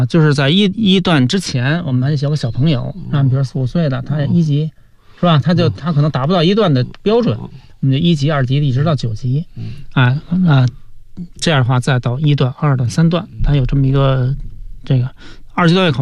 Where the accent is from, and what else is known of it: China